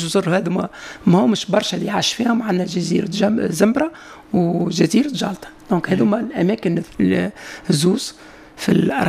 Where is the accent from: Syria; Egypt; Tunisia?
Tunisia; اللي عندنا في تونس